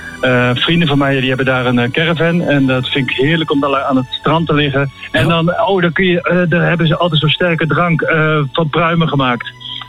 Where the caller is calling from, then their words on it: Culemborg, Gelderland, Netherlands; Kulemorgen